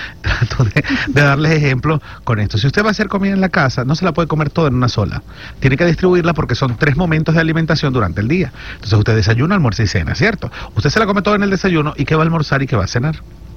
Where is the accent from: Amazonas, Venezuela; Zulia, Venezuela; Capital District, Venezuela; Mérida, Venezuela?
Zulia, Venezuela; Maracaibo; Y así somos los venezolanos. Yo soy maracucho.